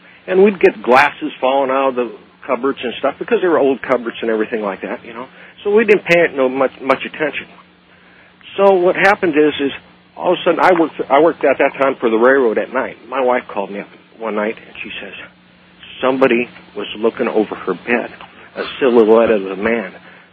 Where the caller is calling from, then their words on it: Bellevue, Nebraska, United States; I'm at Ground Zero, Bellevue, Nebraska.